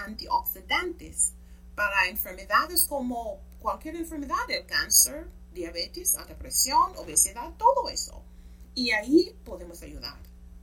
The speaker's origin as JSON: {"language": "Spanish", "country": "Jamaica", "first_language": "English", "second_language": "Spanish", "moved": "yes", "lives_now": "McAllen, United States", "said": "yo soy de Jamaica, en Jamaica hablamos inglés, no español, así que estoy aquí sudando para hablar español"}